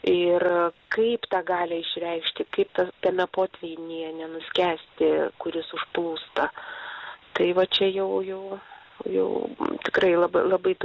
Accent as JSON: {"language": "Lithuanian", "town": "Vilnius", "region": "Vilnius County", "country": "Lithuania", "moved": "yes", "lives_now": "Klaipėda, Lithuania", "said": "aš kaip Vilnietė lyg šiol galvoju"}